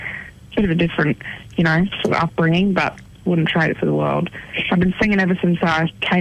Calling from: Townsville, Queensland, Australia; From Townsville.

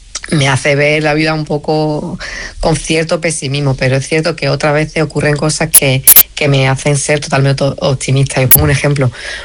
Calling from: France; Un abrazo … de Francia.

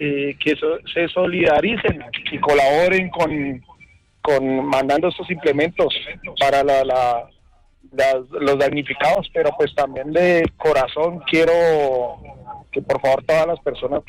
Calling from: Bogotá, Colombia; Estoy ubicado … estoy ubicado por aquí en Bosa, en el barrio Bosa de la ciudad de Bogotá.

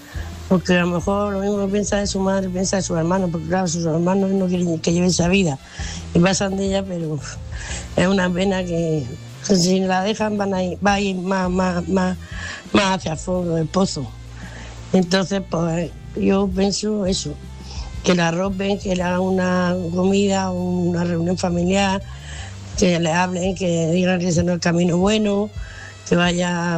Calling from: Murcia, Region of Murcia, Spain; Buenas noches, Álvaro, oyente y corresponsal. … de Murcia

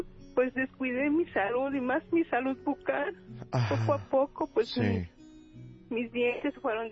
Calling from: Texcoco, State of Mexico, Mexico; De Texcoco, Estado de México.

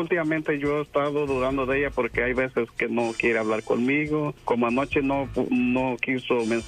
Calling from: Guadalajara, Jalisco, Mexico; No, yo soy de Guadalajara.

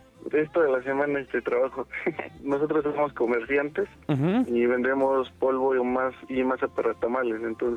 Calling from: Hidalgo, Mexico; Yo soy de un pueblo abajito de Pachuca de Soto.

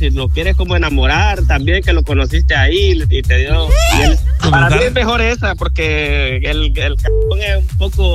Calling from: La Ceiba, Atlántida, Honduras; De Honduras, de la Ceiba

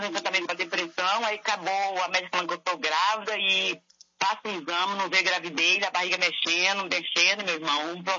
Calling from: Vitória, Espírito Santo, Brazil; Eu sou de Vitória, aqui de Santo.

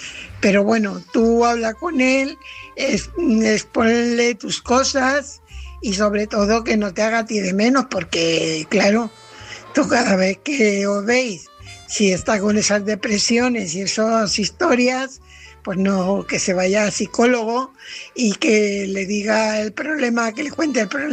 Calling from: Fuenlabrada, Community of Madrid, Spain; corresponsal de Fuenlabrada.

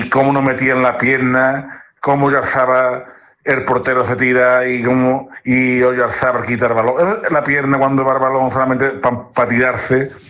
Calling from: Dos Hermanas, Andalusia, Spain; desde Dos Hermanas, Ciudad Verde y Blanca, 200%.

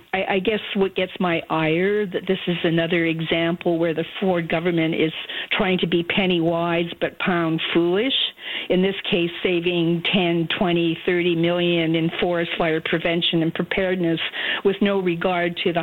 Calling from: Toronto, Ontario, Canada; my perspective as someone living in central Toronto

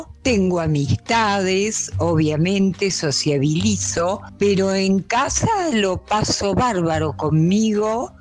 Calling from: Palermo, Buenos Aires, Argentina; de Palermo.

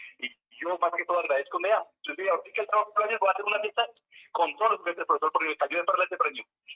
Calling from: Soacha, Cundinamarca, Colombia; lo llamo desde Soacha

